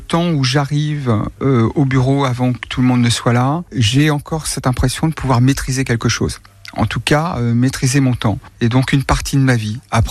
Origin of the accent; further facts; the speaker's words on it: Centre-Val de Loire, France; je suis originaire du Loir-et-Cher.